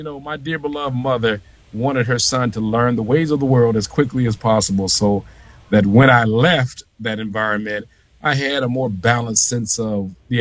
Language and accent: English; Atlanta, Georgia, United States; also born or lived in Los Angeles; Well, I was born in Los Angeles, but lived there a very brief time. But the majority of my life, 99.9%, Atlanta, Georgia.